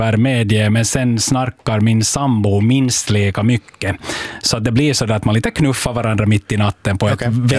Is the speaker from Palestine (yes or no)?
no; Finland; Men vi är ju finlandssvenskar, så det finns extra sovrum